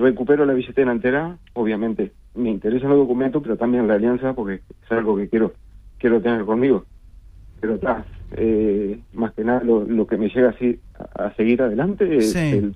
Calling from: Montevideo, Uruguay; De Montevideo

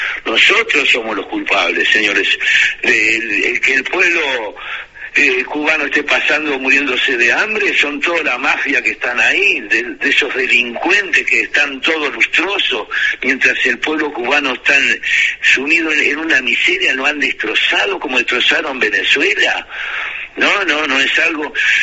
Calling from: Uruguay

